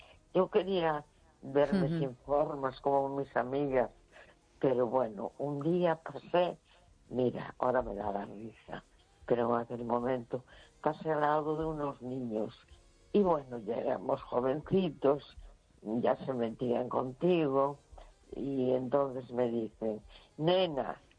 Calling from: A Coruña, Galicia, Spain; de La Coruña.

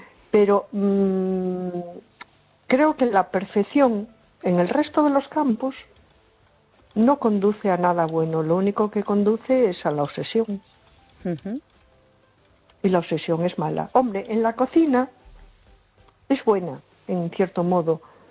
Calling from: A Coruña, Galicia, Spain; de Coruña.

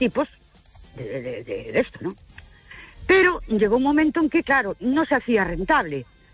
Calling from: Ourense, Galicia, Spain; de Orense.

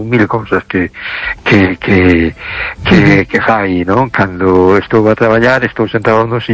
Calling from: A Coruña, Galicia, Spain; de Coruña.

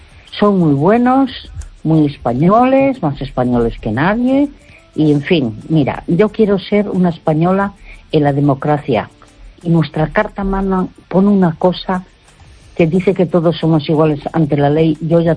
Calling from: Uruguay; de Uruguay

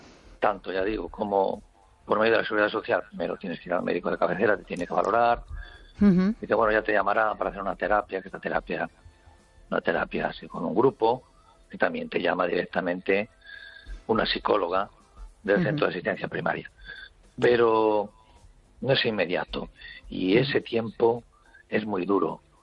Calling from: Barcelona, Catalonia, Spain; Te llamo desde Barcelona.

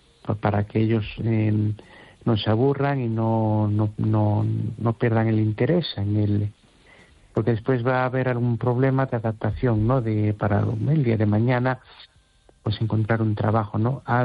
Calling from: Amoeiro, Galicia, Spain; de Amoiro.

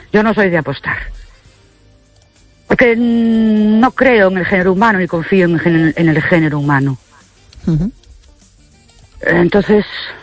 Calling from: Ourense, Galicia, Spain; de Ourense.

